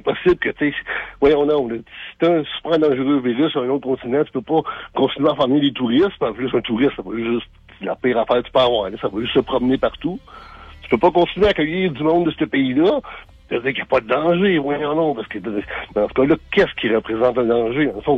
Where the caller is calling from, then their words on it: Montreal, Quebec, Canada; J'appelle de Montréal, puis à Montréal, on dit hein, « quel but? »